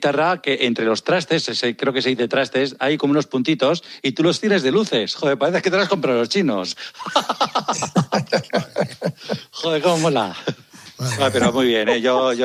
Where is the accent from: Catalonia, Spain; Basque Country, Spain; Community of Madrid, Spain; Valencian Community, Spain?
Basque Country, Spain; Bilbao; Entonces, sabéis que soy de Bilbao, que quería